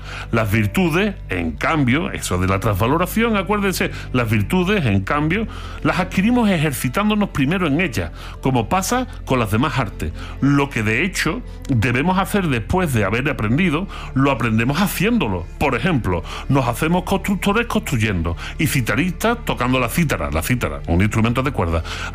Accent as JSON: {"language": "Spanish", "region": "Andalusia", "country": "Spain", "said": "Los andaluces, para el concepto de demonía, sin saberlo, los propios andaluces, le damos su propio nombre."}